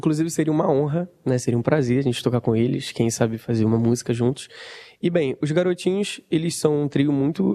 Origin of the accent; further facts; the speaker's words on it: São Gonçalo, Rio de Janeiro, Brazil; e também somos de São Gonçalo.